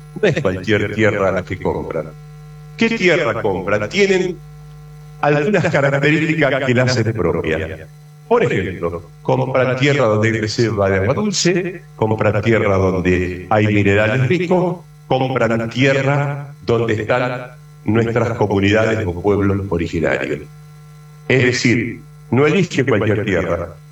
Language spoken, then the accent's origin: Spanish; Argentina; a nosotros como argentinos